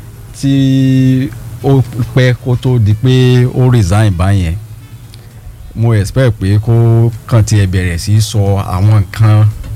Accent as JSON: {"language": "Yoruba", "town": "Ibadan", "region": "Oyo", "country": "Nigeria", "said": "kini mo je omo Ibadan mo mi de ki wa nje mi o kin so omo Ibadan lasan lasan"}